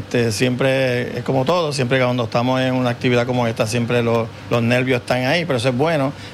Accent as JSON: {"language": "Spanish", "country": "Puerto Rico"}